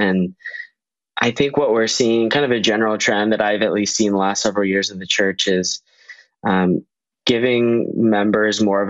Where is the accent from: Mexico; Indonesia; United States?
United States; Virginia; It is interesting, in my ward, I'm a local, I'm from Northern Virginia, but a lot of people in my ward are from all over the world